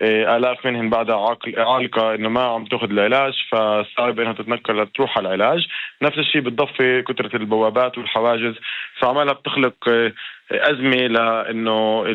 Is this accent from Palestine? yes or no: yes; Palestine; إحنا كشعب فلسطيني